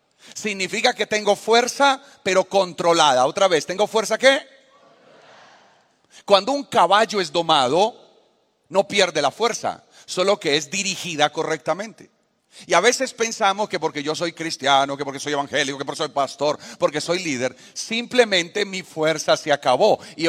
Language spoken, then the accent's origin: Spanish; Colombia; con sangre colombiana. Entonces yo le dije, vengo de la mejor tierra, de Colombia